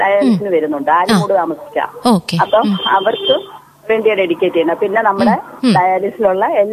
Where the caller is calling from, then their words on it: Kollam, Kerala, India; ഞാൻ കൊല്ലത്തു നിന്നാണ് വിളിക്കുന്നത്.